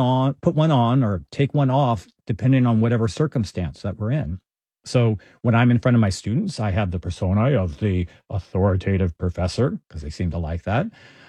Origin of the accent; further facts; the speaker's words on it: Houston, Texas, United States; one of my favorite stories about this is I grew up in Texas, and even though I grew up in Houston, I never felt a strong identity of Texan.